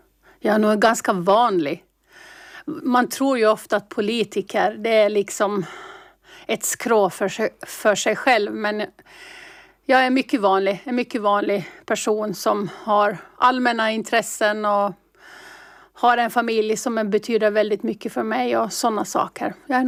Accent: Mariehamn, Åland, Åland Islands; Då pratade jag om min uppväxt på Skeffersgränd och i stan.

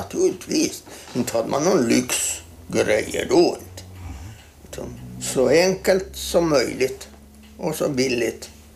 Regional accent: Åland, Finland; born there; now in Mariehamn, Finland; Ja, jag är född på Skobholm.

